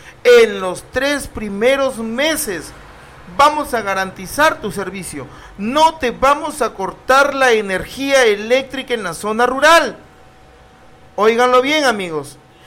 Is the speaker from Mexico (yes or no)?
no; Túcume, Lambayeque, Peru; born there; 20 años de experiencia laboral, tucumano de nacimiento.